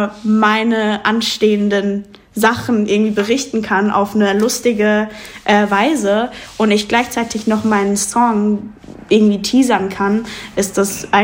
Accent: Mannheim, Baden-Württemberg, Germany; ich bin gebürtige Deutsche und ich bin in Mannheim auch groß geworden und aufgewachsen.

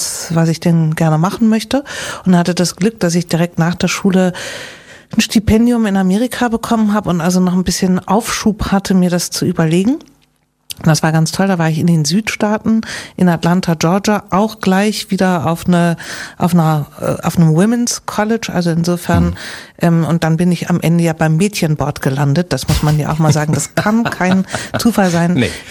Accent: Hamburg, Germany; Ja, das sage ich als Hamburgerin.

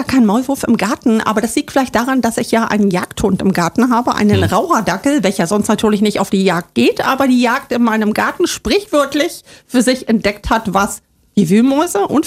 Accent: Saxony-Anhalt, Germany; Ja, ich bin ein Kind des Ostens. Ich, ja, bin im Osten groß geworden.

